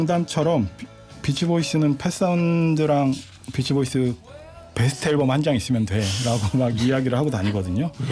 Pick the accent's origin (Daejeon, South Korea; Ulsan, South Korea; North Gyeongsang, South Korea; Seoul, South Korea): Daejeon, South Korea; 제 고향 대전으로 한번 와주셨으면